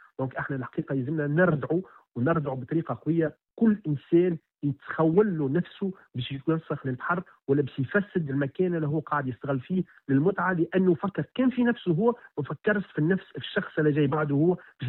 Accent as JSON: {"language": "Arabic", "town": "Mahdia", "region": "Mahdia Governorate", "country": "Tunisia", "said": "إني الحقيقة من مدينة المهدية"}